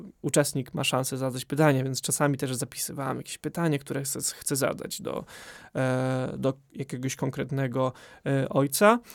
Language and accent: Polish; Bielsk Podlaski, Podlaskie Voivodeship, Poland; Jako, że jestem z Bielska, to wyjeżdżałem rano